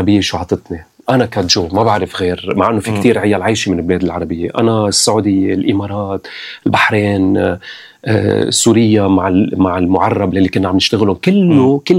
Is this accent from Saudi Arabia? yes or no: yes; Saudi Arabia; also born or lived in United Arab Emirates; وأنا ربيت بالسعودية والإمارات فتعلمت هذا أنا وصغير أنه عايش المشترك مع عالم، هو شو ما كان دينه ما عنا مشكلة.